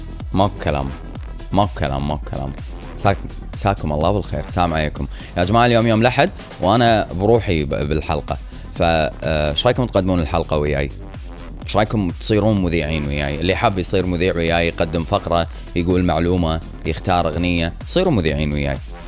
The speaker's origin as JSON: {"language": "Arabic", "country": "Kuwait", "said": "أقول أنا كويتي وأحب الكويت، أحب النقعة والنوير، أحب جبلة وأموت بشرق والمرقاب، حب الكويت قبل النفط وعقب الزيت"}